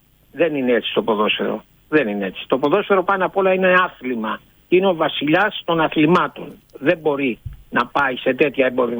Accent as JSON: {"language": "Greek", "country": "Greece", "said": "Γιατί είμαι Έλληνας"}